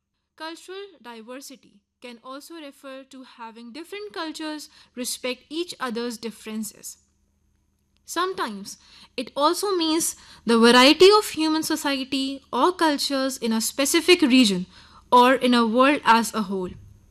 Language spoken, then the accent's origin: English; India